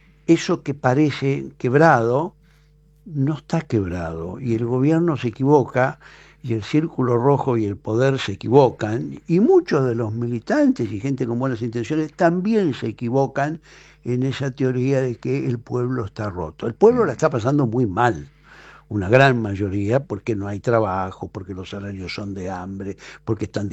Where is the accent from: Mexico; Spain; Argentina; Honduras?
Argentina; los que somos argentinos y argentinas